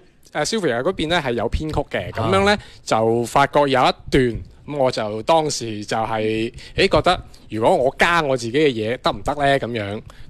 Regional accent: Guangzhou, Guangdong, China; 因为我哋系广州人啊嘛

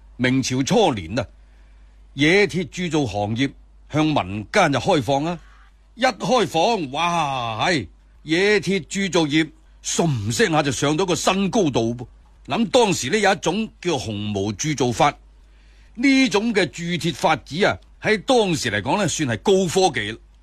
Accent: Guangdong, China; 我哋广东人

